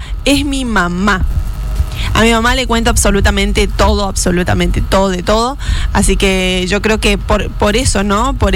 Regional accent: Argentina; si no, no somos argentinos, no.

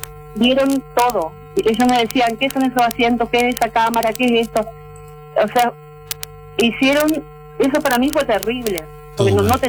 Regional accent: Chajarí, Entre Ríos, Argentina; nosotros somos oriundos de Chajarí

